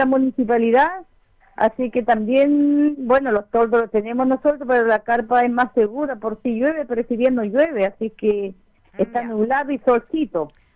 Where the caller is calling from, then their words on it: Chile